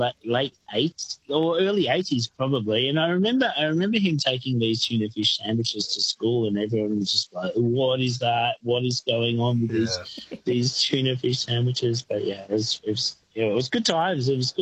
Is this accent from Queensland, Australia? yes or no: no; Melbourne, Victoria, Australia; I grew up in the Western suburbs and Melbourne, early 80s.